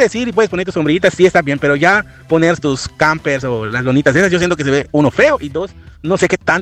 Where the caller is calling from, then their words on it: Yucatán, Mexico; para mí como yucateco y como turista y como persona que siempre voy allá